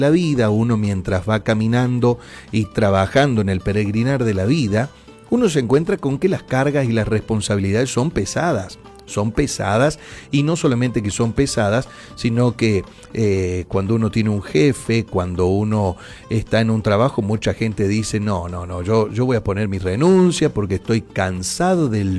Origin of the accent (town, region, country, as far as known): Argentina